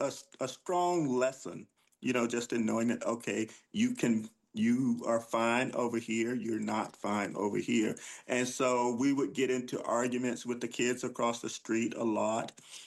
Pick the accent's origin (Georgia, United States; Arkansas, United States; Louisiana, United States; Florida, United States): Georgia, United States; But I grew up, well, I was born in 61. So the schools, you know, that I, when I started the schools were still segregated.